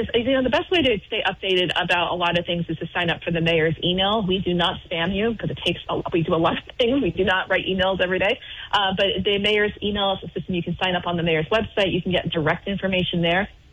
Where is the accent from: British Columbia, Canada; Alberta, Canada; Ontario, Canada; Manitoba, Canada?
Ontario, Canada; Barrie; when I served alongside Peter Anthony from my hometown of Barrie